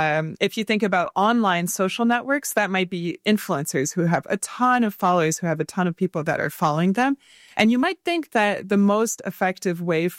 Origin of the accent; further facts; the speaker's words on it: Paris, Île-de-France, France; moved away; I'm originally from Paris in France, and I feel like every summer I go back and I see a new cocktail on the menu that's popular.